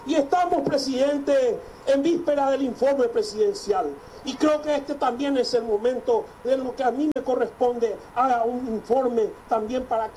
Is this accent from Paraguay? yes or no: yes; Paraguay